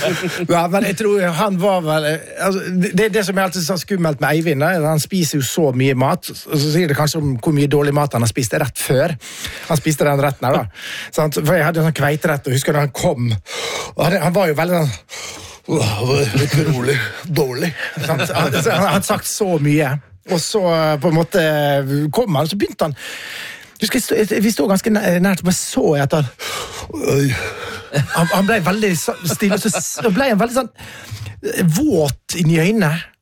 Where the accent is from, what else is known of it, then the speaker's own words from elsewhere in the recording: Ålesund, Møre og Romsdal, Norway; jeg er fra Ålesund.